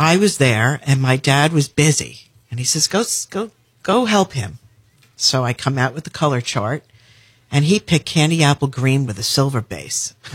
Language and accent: English; Mahopac, New York, United States; I grew up in Mayapack in Putnam County.